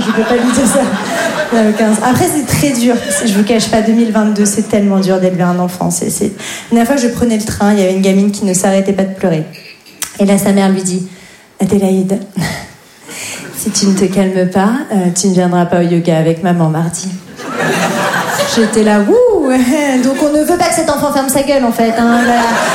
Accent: Grand Est, France; born or raised there

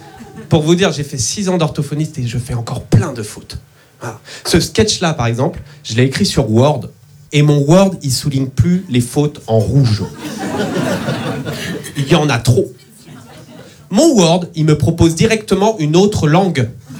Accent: Nantes, Pays de la Loire, France; je suis nantais et dyslexique.

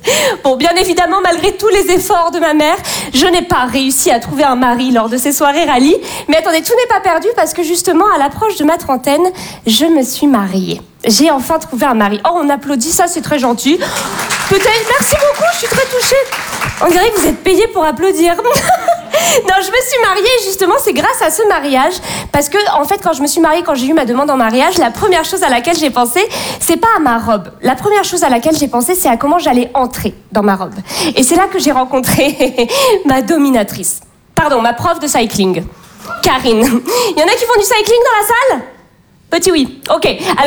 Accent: Bordeaux, Nouvelle-Aquitaine, France; je viens de Bordeaux et ayant grandi dans le milieu bourgeois bordelais

